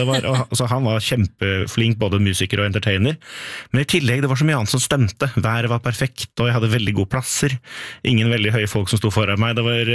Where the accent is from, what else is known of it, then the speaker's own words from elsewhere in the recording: Oslo, Norway; det er jo nesten hagen til foreldrene mine der jeg vokste opp.